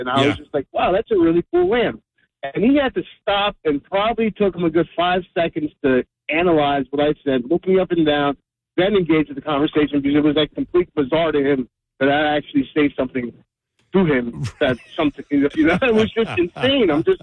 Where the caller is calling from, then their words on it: New Jersey, United States; I used to work in the city, and I'm from New Jersey.